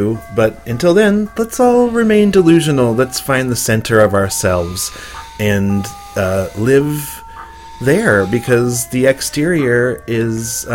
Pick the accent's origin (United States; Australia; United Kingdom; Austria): United States; we are embarrassingly enough, I'll admit it, American citizens.